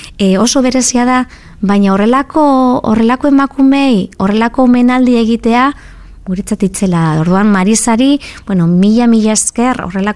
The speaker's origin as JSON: {"language": "Basque", "town": "Durango", "region": "Basque Country", "country": "Spain", "said": "Bueno, kantu hau egiten ni Durangarra naiz eta kantu hau egin nahi genien sorginei, ez?"}